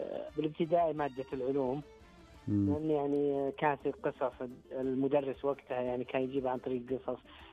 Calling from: Riyadh, Riyadh Province, Saudi Arabia; من الرياض الله يسلمك.

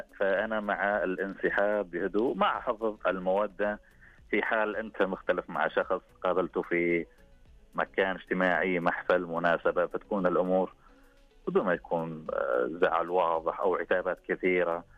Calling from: Syria

